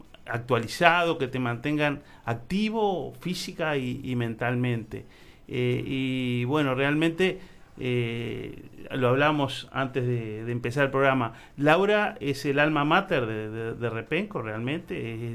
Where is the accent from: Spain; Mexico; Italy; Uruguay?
Uruguay; Florida; moved away as an adult; now in Atlántida, Uruguay; Mi señora y yo nos mudamos en octubre del año pasado para Atlántida. Nosotros somos oriundos de Florida. Y no conocíamos a nadie aquí